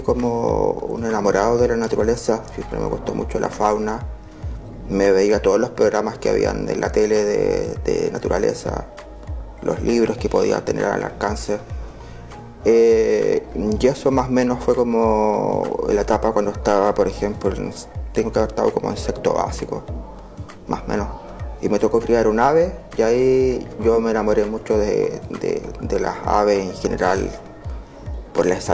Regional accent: Concepción, Biobío, Chile; Nací en Concepción, el año 1976.

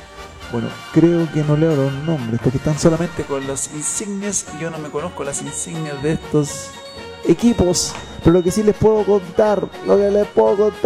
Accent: Chile

